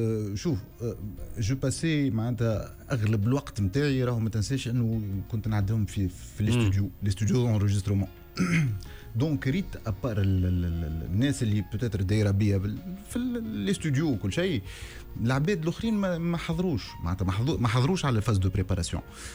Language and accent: Arabic; Tunisia; تحيه للحومه واد نوار. فهمتني خاطرني تربيت غادي ونشأت غادي